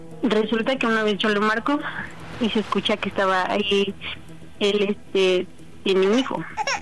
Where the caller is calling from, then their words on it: State of Mexico, Mexico; Tengo 32 años y soy del Estado de México.